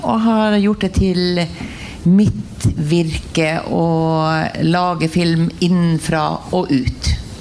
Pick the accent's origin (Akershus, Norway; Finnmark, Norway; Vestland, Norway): Finnmark, Norway; Båtsfjord; born there; also born or lived in Vardø / Tana; Halvt finsk, halvt norsk. Født I Vardø. Oppvokst litt grann I Tana, flyttet til Båtsfjord.